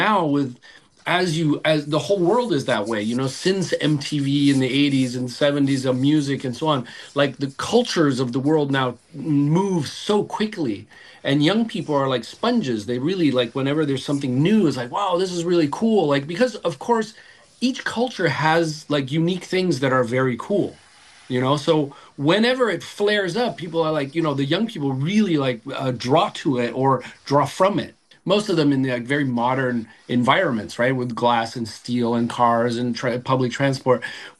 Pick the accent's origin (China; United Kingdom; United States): China; Beijing; growing up in Beijing in the northern China in the 60s and 70s, the only tea we had was the Da Gangzi, the Hua Cha.